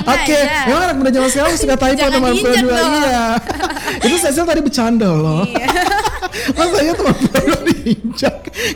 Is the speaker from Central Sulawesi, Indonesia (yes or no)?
yes; Palu, Central Sulawesi, Indonesia; kita semua nih sebagai orang Palu